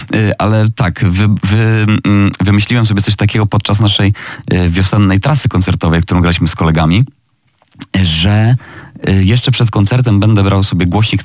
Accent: Żary, Lubusz Voivodeship, Poland; graliśmy w Żarach, to jest moje rodzinne miasto

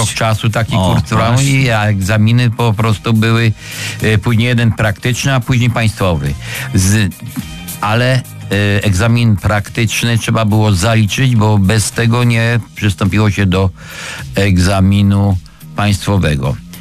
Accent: Silesian Voivodeship, Poland; ja byłem od dziecka z górami związany. Ja jestem Ślązakiem Cieszyńskim, ojciec się w Ustroniu urodził

